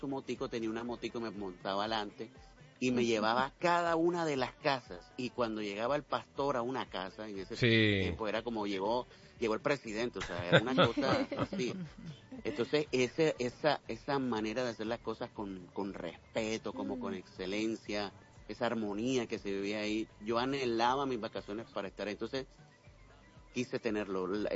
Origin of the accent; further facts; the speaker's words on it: Caribbean Region, Colombia; Okay, soy del Caribe colombiano, pero a ver, estudié música tradicional del Caribe colombiano en la Universidad del Atlántico.